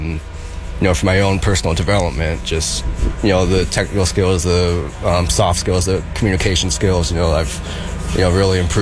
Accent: San Jose, California, United States; Growing up in the Bay Area, you know, there's a lot of, you know, good baseball teams around.

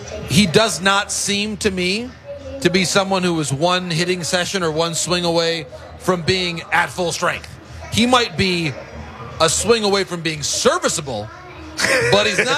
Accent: Midwest, United States; now in Southern California, United States; I say as a Midwesterner who on many a New Year's Day has woken up in my snowy climb

